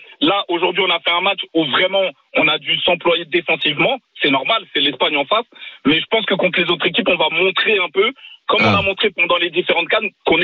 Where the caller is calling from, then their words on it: Cergy, Île-de-France, France; je vous appelle de la région parisienne, Cergy, dans le Val d'Oise.